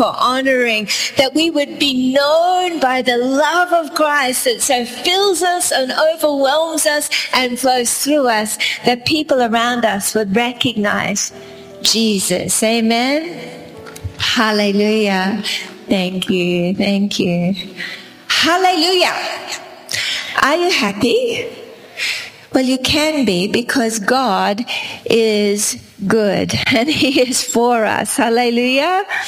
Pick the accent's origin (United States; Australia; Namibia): Australia